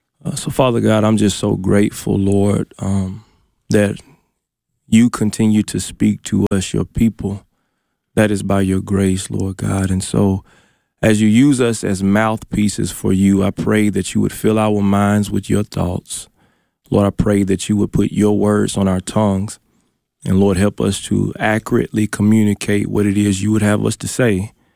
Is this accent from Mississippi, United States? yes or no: yes; Shannon, Mississippi, United States; born or raised there